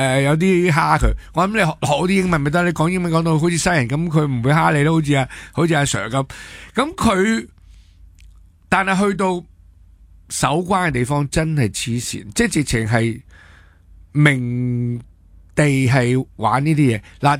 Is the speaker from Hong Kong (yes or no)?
yes; Hong Kong; 我唔系日本，我系中国香港。我唔系讲香港，我系中国嘅香港。九七年呢，我永远系中国香港嘅。